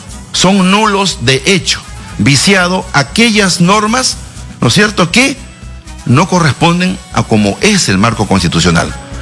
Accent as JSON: {"language": "Spanish", "country": "Peru", "said": "Y tenemos el derecho también, como un peruano, idéntico como tú, a dudar, a tener sospechas de esa actuación"}